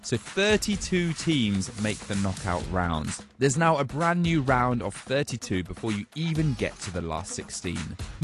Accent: England, United Kingdom; Come on, now I am English. I am biased, you might have guessed, but I do genuinely believe that this could be our year.

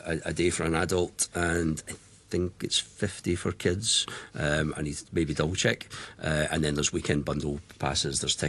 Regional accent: Scotland, United Kingdom; So yeah, I guess you can tell from my accent that I'm Scottish

